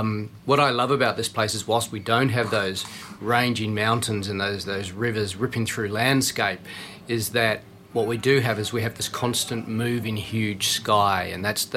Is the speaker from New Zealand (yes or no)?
yes; New Zealand; moved away; I think I started my art practice as quite a young person growing up in New Zealand. So where I grew up, we have mountains and a couple good rivers.